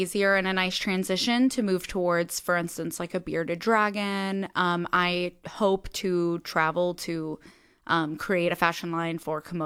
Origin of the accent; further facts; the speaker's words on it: Philadelphia, Pennsylvania, United States; I am from Philadelphia, Pennsylvania.